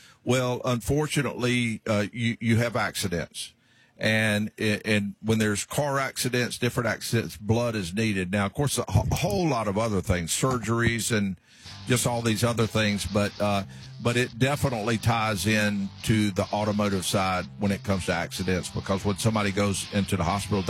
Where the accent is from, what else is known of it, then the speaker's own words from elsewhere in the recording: Augusta, United States; he asked me where I was born and things like that, if I was from Augusta. And I mentioned, yeah, but I was in the Air Force, and I did a lot of traveling then.